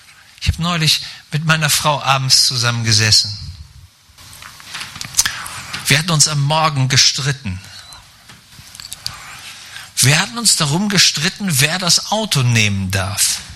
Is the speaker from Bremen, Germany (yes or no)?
no; Schleswig-Holstein, Germany; Wie ihr wisst, komme ich ja aus Schleswig-Holstein. Mein Dialekt lässt das bis heute nicht verborgen.